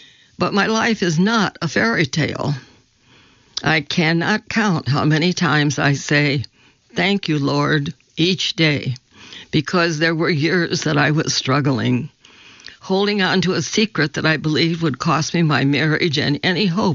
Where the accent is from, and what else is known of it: Roanoke, Virginia, United States; born or raised there